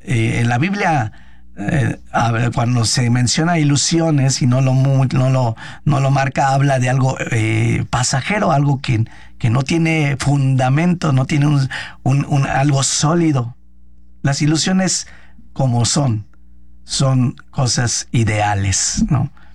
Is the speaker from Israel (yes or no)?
no; Mexico; somos el pueblo mexicano